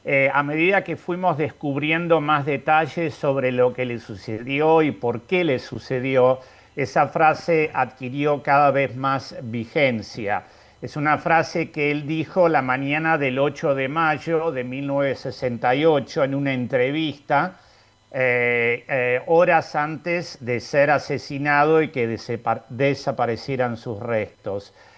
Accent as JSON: {"language": "Spanish", "country": "Argentina"}